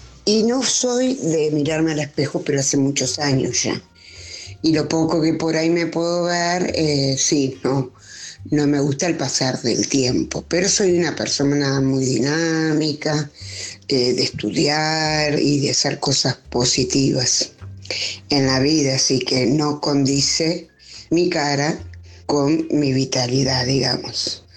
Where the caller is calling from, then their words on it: Morón, Buenos Aires Province, Argentina; de Morón.